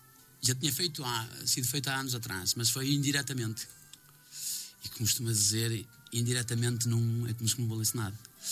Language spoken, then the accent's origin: Portuguese; Portugal; eu não sou natural de Friand, sou natural de outra freguesia vizinha.